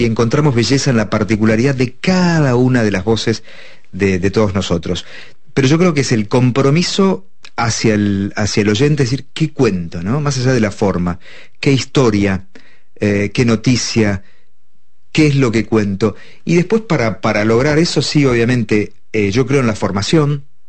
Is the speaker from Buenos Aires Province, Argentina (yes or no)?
yes; Mar del Plata, Buenos Aires Province, Argentina; en Mar del Plata, en mi ciudad natal, mi familia escuchaba mucho la radio AM, onda media, ¿no?